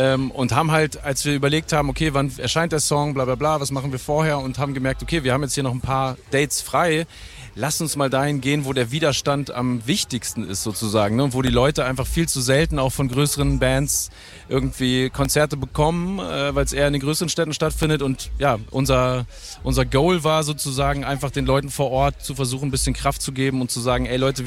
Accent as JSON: {"language": "German", "region": "North Rhine-Westphalia", "country": "Germany", "tie": "born or raised there", "said": "eins der ersten war das Stemweder Open Air. Das ist nämlich da in der Nähe, wo ich groß geworden bin."}